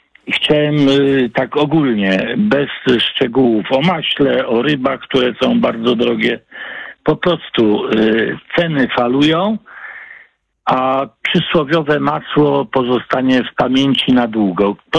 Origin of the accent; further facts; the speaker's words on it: Poznań, Greater Poland Voivodeship, Poland; rodowity poznaniak